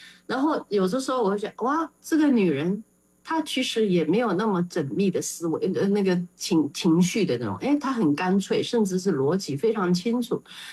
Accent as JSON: {"language": "Chinese", "town": "Changshu", "region": "Jiangsu", "country": "China", "tie": "born or raised there", "said": "我的自己故乡常熟，苏州常熟呢"}